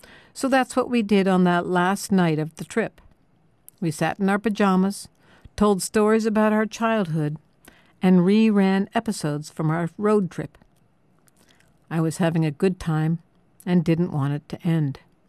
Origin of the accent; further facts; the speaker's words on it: United States; I'm an Indian, after all.